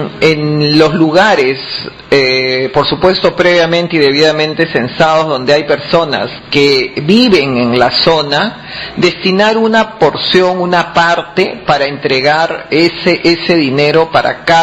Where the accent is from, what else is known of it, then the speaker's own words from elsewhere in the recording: Marcona, Ica, Peru; Yo nací en Marcona.